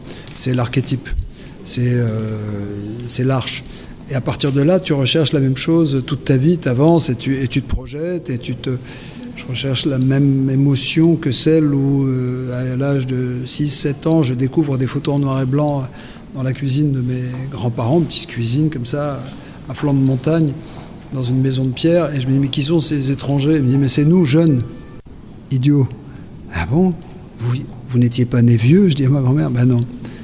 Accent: France; born there; je viens d'une famille grecque du centre du pays avec des parents immigrés qui ont fait que je suis né en France.

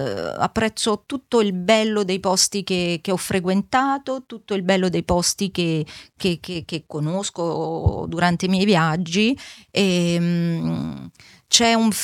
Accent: France; Da piccola in Francia mi piaceva meno, non riuscivano a pronunciarlo, allora

